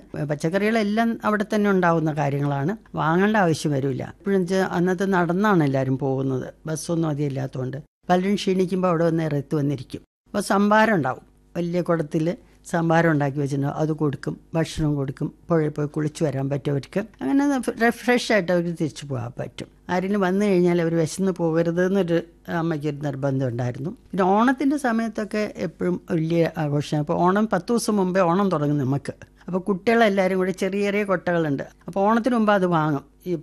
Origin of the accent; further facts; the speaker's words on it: Muringoor, Kerala, India; ഞാൻ ജനിച്ചതും വളർന്നതെല്ലാം മുരിങ്ങൂർ എന്ന് പറഞ്ഞൊരു ഗ്രാമത്തിലായിരുന്നു, ചാലക്കുടി പുഴയുടെ തീരത്ത്. അവിടുത്തെ ഒരു ബ്രാഹ്മൺ ഫാമിലിയായിരുന്നു ഞാൻ.